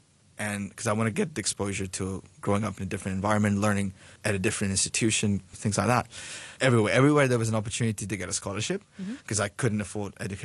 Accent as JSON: {"language": "English", "country": "Bangladesh", "moved": "as an adult", "lives_now": "Hong Kong"}